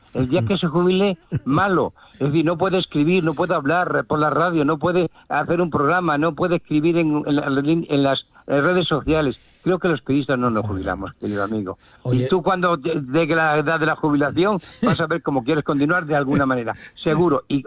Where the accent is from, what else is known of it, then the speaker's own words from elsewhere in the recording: Extremadura, Spain; Yo creo que Extremadura, de la cual me siento un hijo excepcional, porque quiero mucho a mi tierra pobre